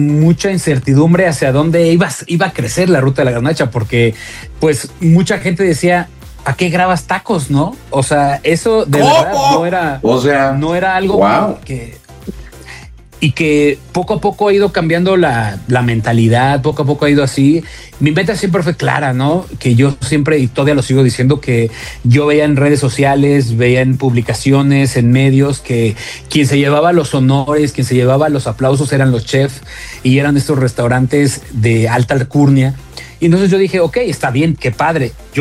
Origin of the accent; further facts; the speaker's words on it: Nezahualcóyotl, State of Mexico, Mexico; Yo soy oriundo de Ciudad Neza, Hualcoyotl, del Estado de México.